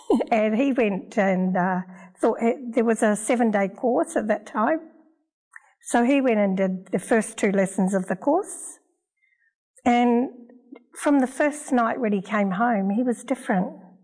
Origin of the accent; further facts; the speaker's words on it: New Zealand; born there; moved away as an adult; also born or lived in Australia; I was born in New Zealand